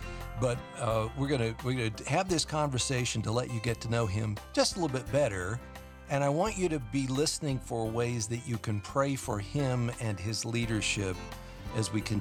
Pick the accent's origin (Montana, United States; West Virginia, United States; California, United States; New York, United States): West Virginia, United States; I mentioned when I was growing up in West Virginia, when I was in the fifth grade, in the back of Mrs. Arnold's room, there was a bookshelf.